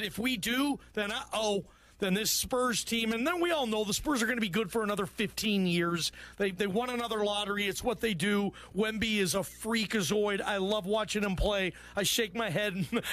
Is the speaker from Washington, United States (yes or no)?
yes; Seattle, Washington, United States; I mean, dude, I'm from Seattle.